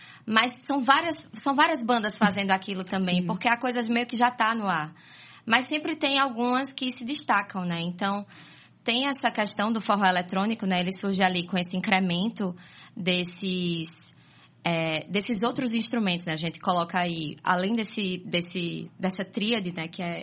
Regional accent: Caruaru, Pernambuco, Brazil; moved away as an adult; now in Recife, Brazil; Mas eu sou cria de Caruaru. Nasci em Caruaru, morei em Caruaru, até me mudar pra cá pra vir estudar jornalismo aqui na Federal, em Recife.

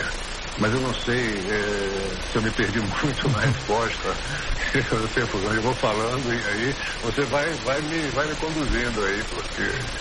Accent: Salvador, Bahia, Brazil; born there; lá em Salvador, onde nasci

